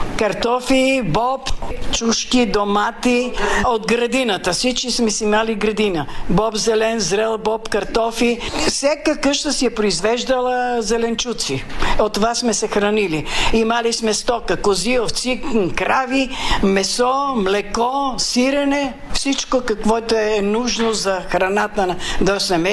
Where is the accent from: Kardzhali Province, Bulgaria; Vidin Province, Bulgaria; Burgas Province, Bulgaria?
Vidin Province, Bulgaria; Родена съм в Белоградчишко село на 12 км Паралуш, да живеем тук от 60-та година.